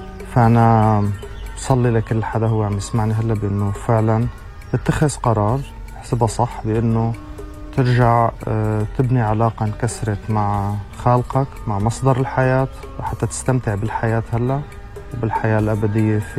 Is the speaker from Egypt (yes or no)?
no; Syria; now in Europe; أنا سوري، أقيم حاليا في أوروبا